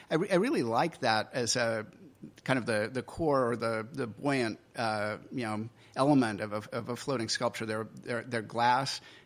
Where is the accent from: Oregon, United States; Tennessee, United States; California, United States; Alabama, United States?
Oregon, United States; I grew up in Oregon, these Japanese fishing floats would occasionally wash up on our shore.